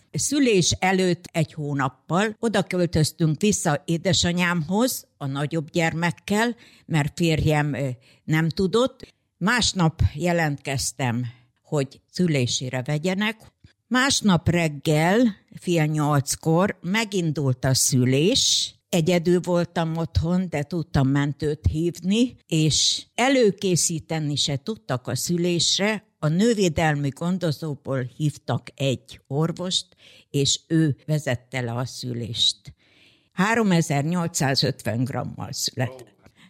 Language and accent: Hungarian; Zakarpattia Oblast, Ukraine; moved away as an adult; now in Debrecen, Hungary; Férjem odavalósi ott született, én is onnan származok.